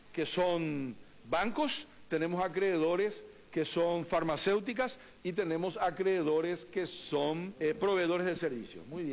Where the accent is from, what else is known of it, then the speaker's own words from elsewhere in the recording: Paraguay; Y yo quiero darle la tranquilidad a la gente, somos todos paraguayos